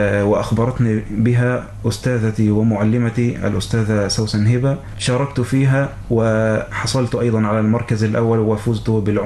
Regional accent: Sidi Salem, Kafr El Sheikh Governorate, Egypt; في بلدتي قرية دمرو التابعة لمركز سيدي سالم محافظة كفر الشيخ.

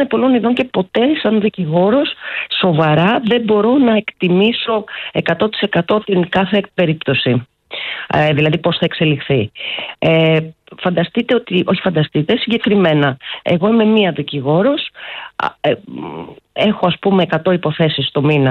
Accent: Greece; για εμάς που είμαστε Έλληνες

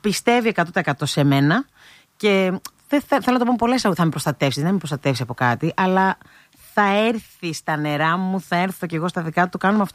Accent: Greece; Παιδιά, κατά βάθος όλοι είμαι Έλληνες.

